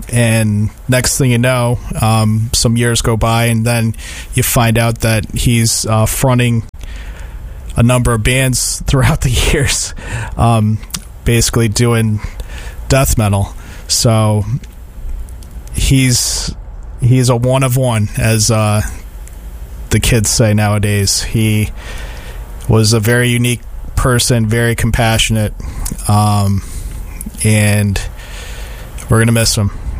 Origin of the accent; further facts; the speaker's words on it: Troy, New York, United States; I grew up in Lansingburg, and right across the street from my house, right across the street from my house, there was a basketball court